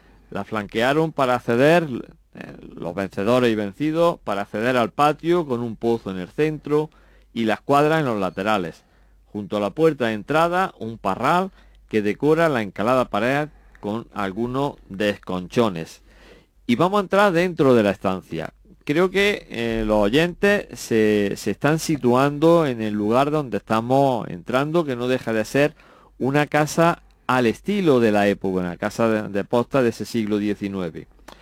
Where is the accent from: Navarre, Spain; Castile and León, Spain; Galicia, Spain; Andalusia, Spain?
Andalusia, Spain; Villanueva de la Reina; Villanueva de la Reina, mi pueblo a mucha honra además.